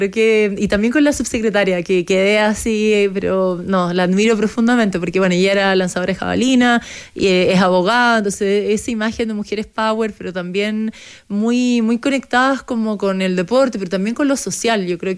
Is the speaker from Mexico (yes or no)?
no; Chile; Creo que obviamente para mí como chilena, Antártica tiene todo que ver con nuestros, no sé, nuestras raíces